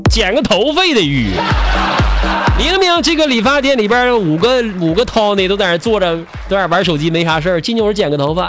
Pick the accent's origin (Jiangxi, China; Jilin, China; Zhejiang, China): Jilin, China; Changchun; 包括我们长春人本地人